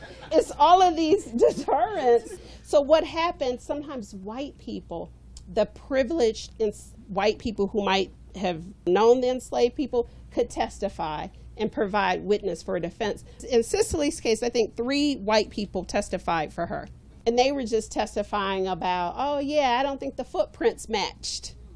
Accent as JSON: {"language": "English", "region": "Ohio", "country": "United States", "said": "I'm from Ohio."}